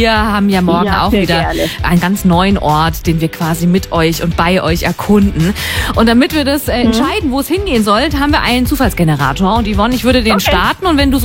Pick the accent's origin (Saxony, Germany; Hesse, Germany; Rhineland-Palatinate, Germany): Rhineland-Palatinate, Germany; Also da ist ja einiges geboten in Mayen. Ich komme ja auch aus der Ecke.